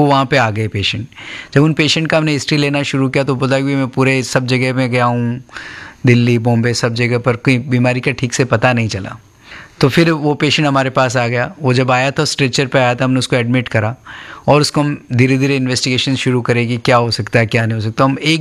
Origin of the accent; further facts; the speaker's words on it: Rajasthan, India; moved away; मैं राजस्थान का रहने वाला हूँ और उदयपुर मेडिकल कॉलेज से मेरी अपनी पढ़ाई करी।